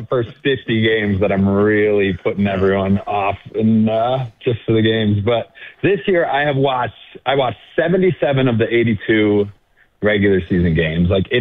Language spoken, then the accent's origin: English; Buffalo, New York, United States; moved away as an adult; now in San Diego, United States; I grew up in Buffalo. Yeah, just moved here about 4 years ago.